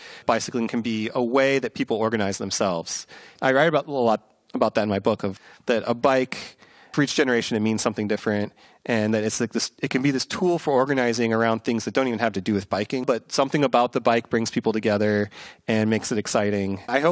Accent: St. Louis, Missouri, United States; now in Seattle, United States; I'm originally from Missouri, from St. Louis, Missouri.

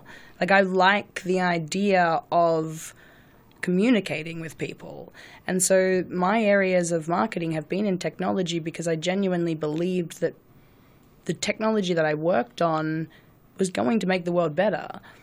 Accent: Australia; now in United States; Where are you from? Originally. Australia.

